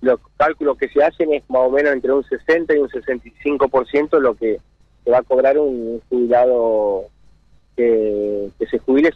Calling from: Villaguay, Entre Ríos, Argentina; Nosotros vinimos hoy 12 de Villaguay.

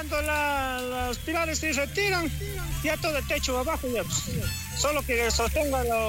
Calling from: Baños, Tungurahua, Ecuador; Ahorita estoy en las alturas de Osowaico. Encima, de aquí se ve una vista muy hermosa de la ciudad de Baños.

